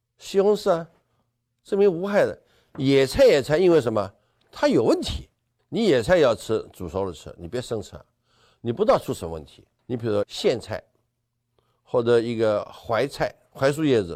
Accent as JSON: {"language": "Chinese", "country": "China", "said": "我们中国人吃药不但看说明书"}